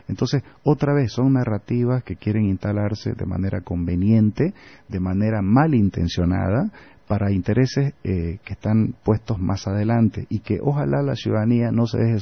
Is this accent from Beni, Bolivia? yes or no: no; Santa Cruz, Bolivia; nosotros los cruceños somos bolivianos